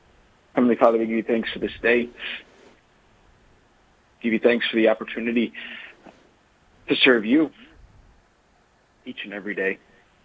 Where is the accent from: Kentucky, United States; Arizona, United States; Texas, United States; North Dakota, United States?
North Dakota, United States; Dickinson; I grew up in Dickinson, Trinity School, all my life.